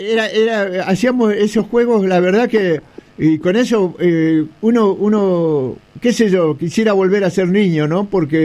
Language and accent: Spanish; Santiago del Estero, Argentina; moved away; Las cosas que hacíamos cuando éramos niños allá en Santiago.